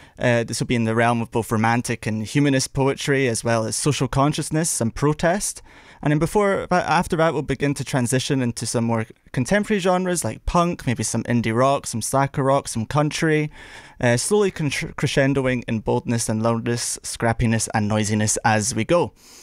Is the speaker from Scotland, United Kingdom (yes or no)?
yes; Scotland, United Kingdom; A little about me, I'm from Scotland, with a passion for the folk and traditional song.